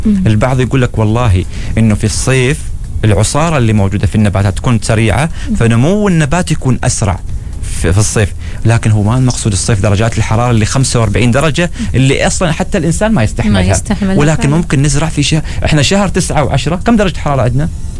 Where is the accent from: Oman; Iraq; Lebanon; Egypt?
Oman; معظم الزراعه عندنا في عمان، انا اتكلم عن شناص وعن الباطنه خاصه،